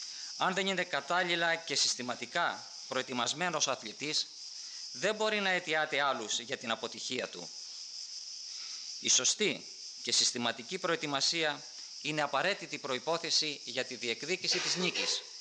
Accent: Greece; Ας θυμηθούμε σαν Έλληνες

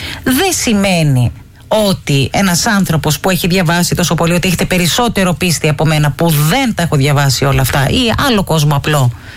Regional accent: Mytilene, North Aegean, Greece; Εγώ, γεννημένη και μεγαλωμένη στη Μυτιλήνη

